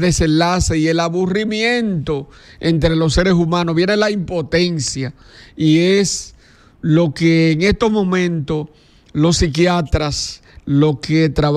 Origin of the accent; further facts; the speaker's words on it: Dominican Republic; como dominicanos, como bauruquenses